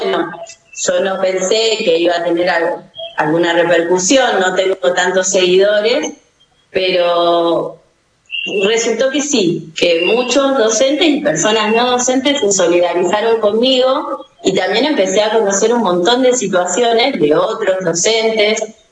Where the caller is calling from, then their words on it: Venado Tuerto, Santa Fe, Argentina; yo vivo en Venado Tuerto